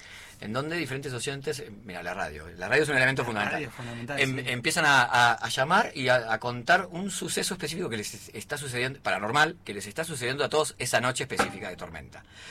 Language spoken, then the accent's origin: Spanish; Buenos Aires Province, Argentina; Yo soy de la provincia de Buenos Aires.